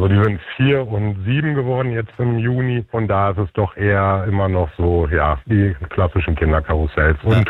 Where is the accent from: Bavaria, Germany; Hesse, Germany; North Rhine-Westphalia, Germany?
North Rhine-Westphalia, Germany; Münster; Ich bin ja gebürtiger Münsteraner